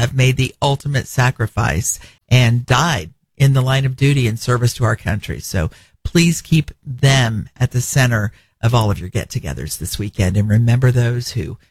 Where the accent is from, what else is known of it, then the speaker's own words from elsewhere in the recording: Indiana, United States; If you're from Indiana, it's race day weekend like I am.